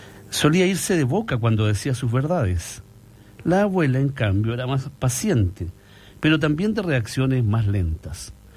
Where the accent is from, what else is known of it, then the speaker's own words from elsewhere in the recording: San Clemente, Maule, Chile; nosotros somos de San Clemente, pero nuestro programa se llama Conversemos